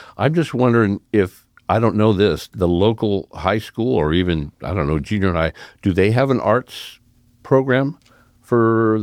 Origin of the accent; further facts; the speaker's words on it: California, United States; both, we came from the Sacramento Valley